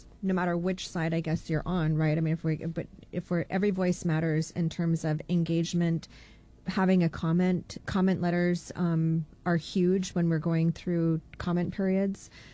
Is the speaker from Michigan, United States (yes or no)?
no; Bristol Bay, Alaska, United States; I'm from Bristol Bay